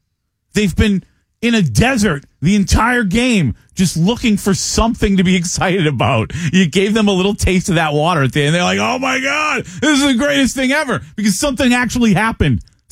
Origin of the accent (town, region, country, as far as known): United States